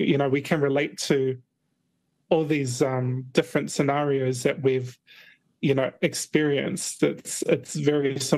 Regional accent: Cook Islands; I grew up here in the Cook Islands, so I feel like I have the right to document this knowledge and to try and archive it and, you know, keep this knowledge alive.

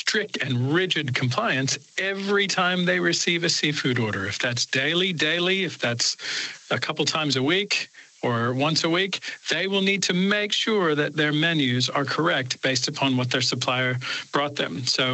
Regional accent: Australia; also born or lived in United States; Look, ultimately, I'm Australian and American, and I love to buy Australian and certainly love to support local businesses.

